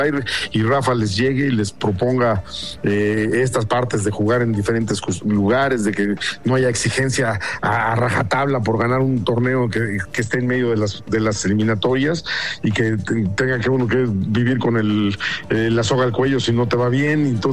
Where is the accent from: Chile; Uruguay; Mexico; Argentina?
Mexico; el grupo de técnicos que dirigimos al fútbol mexicano, como mexicanos.